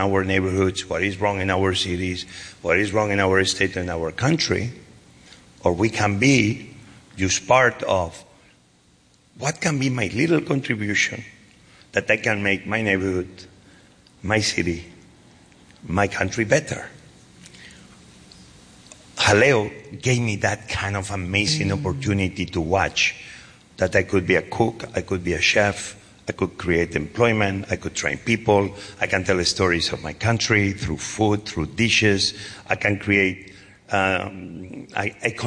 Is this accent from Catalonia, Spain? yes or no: yes; Barcelona, Catalonia, Spain; also born or lived in Asturias; Because even I was born in Asturias, very young, I moved to Barcelona. Asturias and Barcelona are 2 different places.